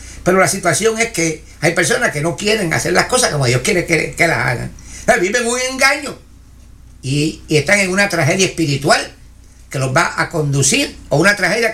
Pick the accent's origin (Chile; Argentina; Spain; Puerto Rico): Puerto Rico; Corozal; born there; aquel pintor de mi pueblo, colosaleño